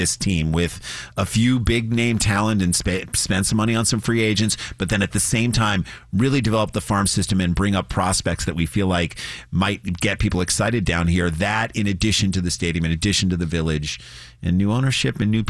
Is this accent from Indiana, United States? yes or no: no; St. Louis, Missouri, United States; As we grew up in St. Louis and as St. Louis Cardinals fans